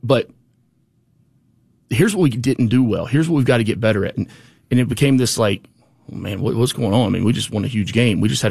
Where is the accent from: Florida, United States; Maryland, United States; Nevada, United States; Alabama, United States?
Alabama, United States; Birmingham; moved away; We're both from Birmingham.